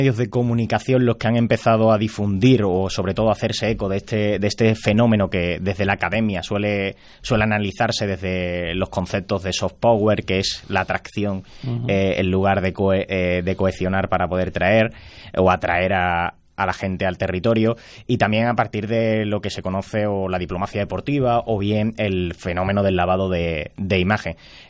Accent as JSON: {"language": "Spanish", "town": "Osuna", "region": "Andalusia", "country": "Spain", "said": "yo soy de Osuna, además tengo la suerte de ser antiguo alumno de la Escuela Universitaria de Osuna"}